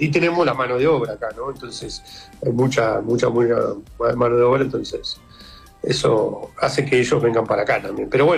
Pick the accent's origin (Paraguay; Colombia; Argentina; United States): Argentina; moved away; en Argentina nosotros estábamos reacostumbrados a la crisis.